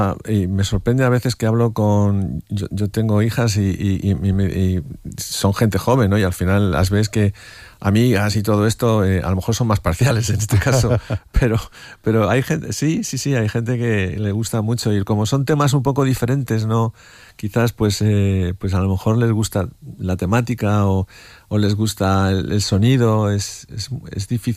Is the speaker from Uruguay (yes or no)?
no; Cuba; born there; moved away; yo soy cubano de nacimiento y ese idioma no me es difícil.